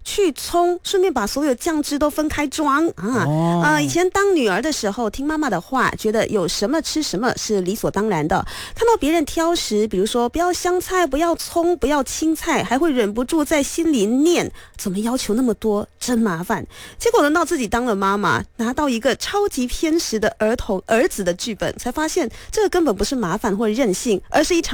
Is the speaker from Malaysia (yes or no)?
yes; Malaysia; 我觉得身为马来西亚人，我们都比较随和嘛。但是在我中学毕业之后，就有一阵子是到新加坡去打工的